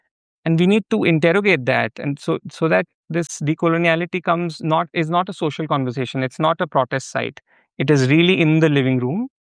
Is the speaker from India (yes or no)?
yes; India; moved away as an adult; now in Netherlands; I grew up in India and I was in the Netherlands